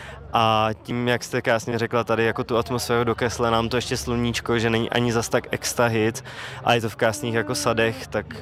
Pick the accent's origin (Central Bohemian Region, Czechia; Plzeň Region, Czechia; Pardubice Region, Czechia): Plzeň Region, Czechia; Plzeň; My sami jsme vlastně z Plzně, takže jsme přijeli sem na Slezsko